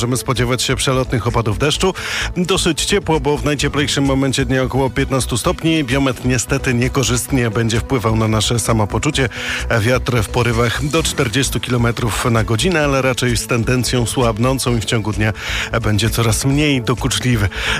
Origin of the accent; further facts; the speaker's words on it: Malbork, Pomeranian Voivodeship, Poland; born there